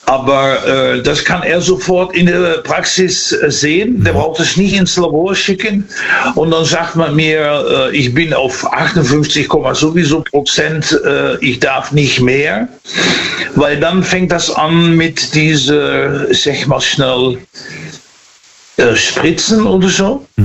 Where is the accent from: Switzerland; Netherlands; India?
Netherlands; German is a second language; now in Dortmund, Germany